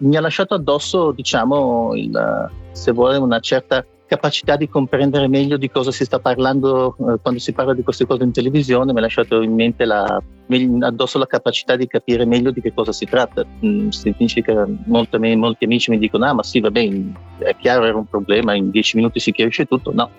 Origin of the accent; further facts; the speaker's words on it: Lombardy, Italy; Sono lombardo, sì, sì. Vivo tra Italia e Belgio.